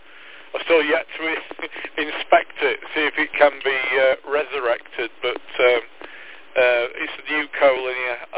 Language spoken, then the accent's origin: English; Sheffield, Yorkshire and the Humber, United Kingdom; now in North Nottinghamshire, United Kingdom; I'm from Sheffield originally, and it's, the city is built on seven hills